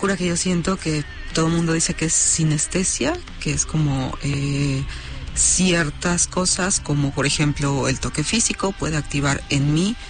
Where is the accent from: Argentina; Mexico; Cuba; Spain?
Mexico; soy de aquí de México